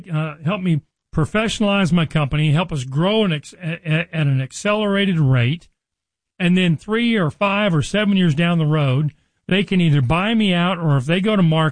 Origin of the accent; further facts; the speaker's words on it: Richardson, Texas, United States; also born or lived in Nebraska; I grew up in Dallas. I've been here almost my entire life. I was born in Nebraska, but as a very young boy, my mom and dad moved us down from Nebraska to Dallas. I grew up in Richardson, and I've been in Dallas most of my life.